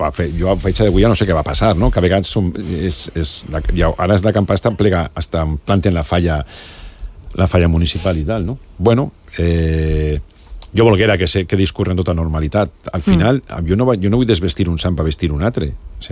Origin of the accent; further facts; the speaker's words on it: Valencian Community, Spain; Jo vull celebrar el 9 d'octubre, tinc tot el dret del món també com a valencià a celebrar un dia tan bonic, no?